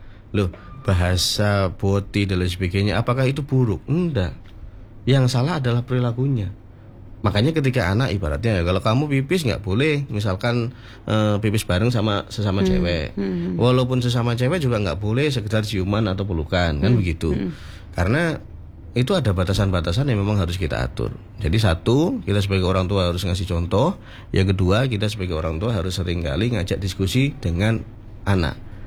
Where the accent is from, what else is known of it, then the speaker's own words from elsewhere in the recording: Bojonegoro, East Java, Indonesia; Kalau saya orang asli Bojonegoro, Mbak, seorang suami itu nyapu, ngepel, cuci baju, wah itu sudah dianggap tidak, istri tidak menghormati.